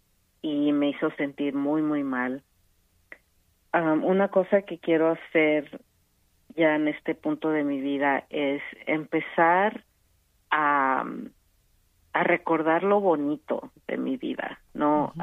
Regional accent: Iguala, Guerrero, Mexico; moved away; yo soy de Iguala. Uh-huh. Y ahí es donde desaparecieron, donde fueron desaparecidos los estudiantes. Fue en Iguala, como a 10 minutos de donde yo nací, de la casa donde yo nací.

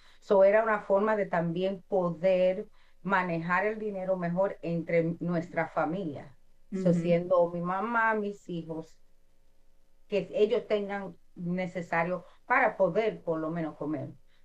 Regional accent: Dominican Republic

